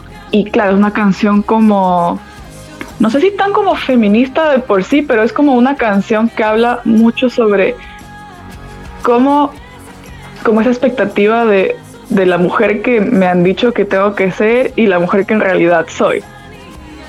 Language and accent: Spanish; Quito, Pichincha, Ecuador; moved away as an adult; also born or lived in Venezuela; now in Glasgow, United Kingdom; Soy una cantautora y artista musical de Quito. Yo crecí en Quito. Nací en Venezuela, pero bueno, mi familia es muy internacional, entonces a veces es como una cosa un poco compleja explicar de dónde soy. Y estoy basada en Escocia, en Glasgow.